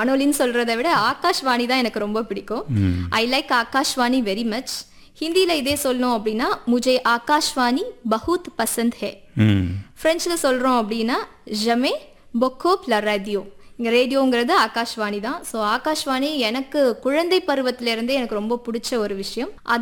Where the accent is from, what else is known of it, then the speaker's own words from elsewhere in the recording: Puducherry, India; born there; மற்ற மொழிகள் வந்து என்னோட புதுச்சேரியில பிறந்ததுனால நம்மளுக்கு ஒரு அட்வான்டேஜ்